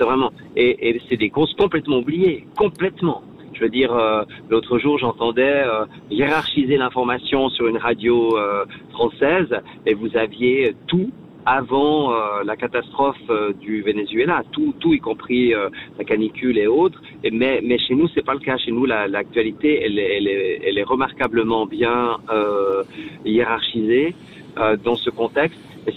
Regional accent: Switzerland; chez nous, en Suisse, on a tendance à presque avoir honte de notre générosité

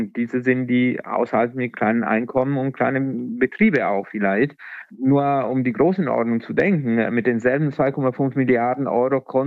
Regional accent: Italy; German is a second language; moved away; Ja, ich bin Italiener

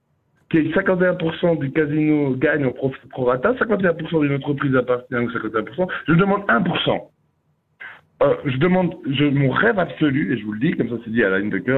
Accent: Neuchâtel, Switzerland

